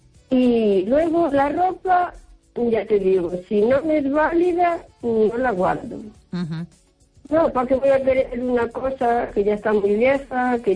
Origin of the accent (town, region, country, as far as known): O Carballiño, Galicia, Spain